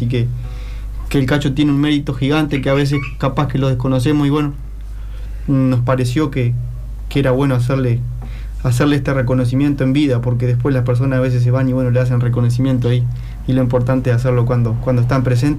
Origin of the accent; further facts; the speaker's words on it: Tacuarembó, Uruguay; yo soy de Tacuarembó